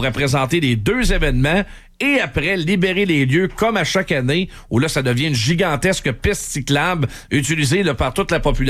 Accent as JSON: {"language": "French", "town": "Victoriaville", "region": "Quebec", "country": "Canada", "tie": "born or raised there", "said": "au micro des Tigres à Victoriaville dans mon patelin."}